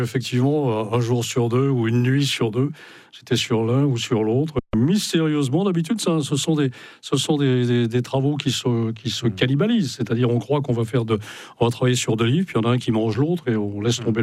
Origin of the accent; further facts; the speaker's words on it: Brittany, France; Moi, je suis, je suis un vrai breton. Mmh. Et comme tous les bretons, je suis un breton de migrateur. Et ce n'est pas hasard si mon père m'a fait naître en dehors des murs de Bretagne.